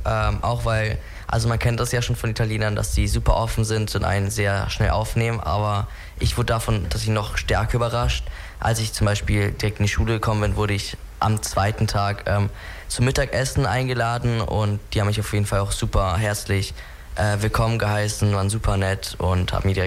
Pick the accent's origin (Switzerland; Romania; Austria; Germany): Germany; also born or lived in Rome, Italy; Genau, also ich bin in Rom geboren, genauso wie meine Mutter.